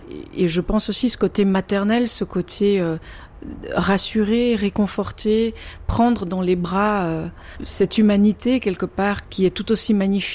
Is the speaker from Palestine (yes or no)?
no; Albania; first language Albanian; French is a second language; J'ai grandi déjà en Albanie avec une langue, ça veut dire l'albanais, mais tout le monde regardait la télévision italienne. L'italien fait aussi partie de mon enfance et donc oui, je le parle.